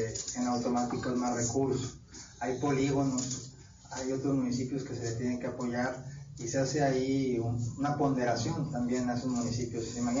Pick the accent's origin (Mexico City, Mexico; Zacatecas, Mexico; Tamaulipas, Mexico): Tamaulipas, Mexico; Reynosa; mira, yo soy de Reynosa, todos saben.